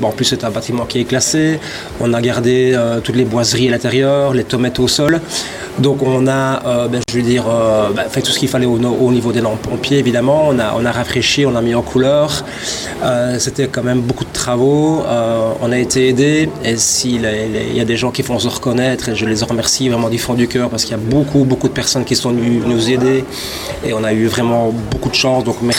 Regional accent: Liège, Wallonia, Belgium; moved away as an adult; now in Theux, Belgium; En fait, on est tous les deux originaires de la ville de Liège

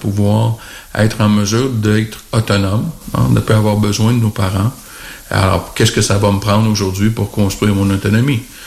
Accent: Quebec, Canada; chez nous, au Québec

